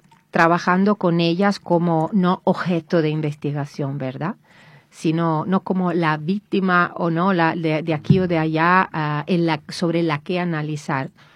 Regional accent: Spain; desde luego que venimos de España

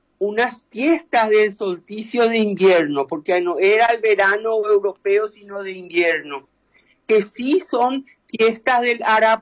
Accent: Piribebuy, Cordillera, Paraguay; born there; now in Asunción, Paraguay; mi pueblo Piribebuy

